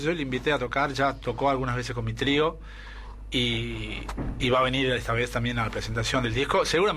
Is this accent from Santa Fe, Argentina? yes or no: no; Salta, Argentina; Ya que soy de Salta